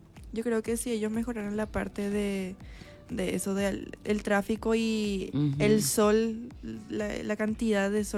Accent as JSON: {"language": "Spanish", "country": "Paraguay", "said": "tenemos que alzar más la voz como paraguayos"}